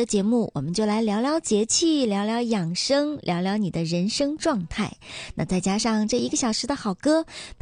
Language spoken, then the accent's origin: Chinese; China